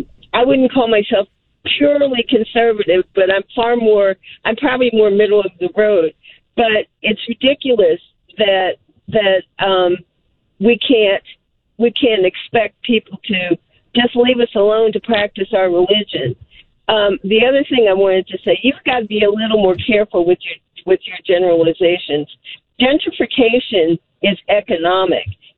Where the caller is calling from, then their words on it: Dallas, Texas, United States; Now, I was calling from Dallas, but I live in the country, and I feel perfectly safe